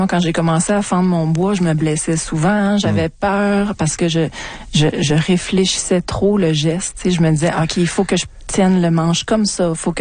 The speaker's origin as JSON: {"language": "French", "town": "Montreal", "region": "Quebec", "country": "Canada", "tie": "born or raised there"}